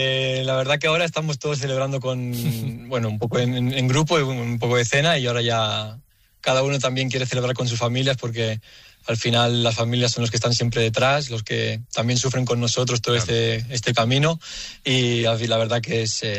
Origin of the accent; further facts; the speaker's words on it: Barcelona, Catalonia, Spain; accent: Castilian; Porque al final, bueno, nací en Barcelona y fui al colegio en Barcelona desde pequeño.